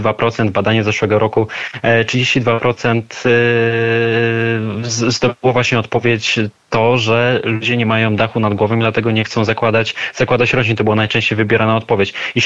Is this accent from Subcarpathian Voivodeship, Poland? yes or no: no; Lubin, Lower Silesian Voivodeship, Poland; pochodzę z Lubina na Dolnym Śląsku